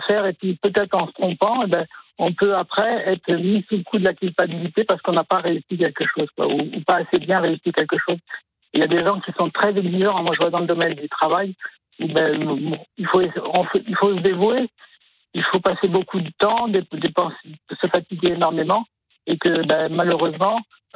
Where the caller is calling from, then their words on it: Royan, Nouvelle-Aquitaine, France; Je suis à Royan, Charente-Maritime.